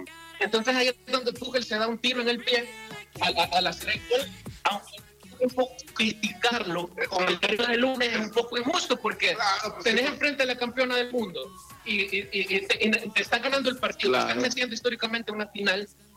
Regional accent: Argentina; por más que me digan, vos sos argentino, trato de ser lo más objetivo.

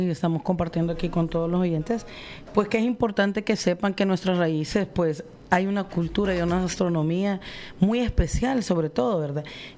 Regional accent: El Salvador

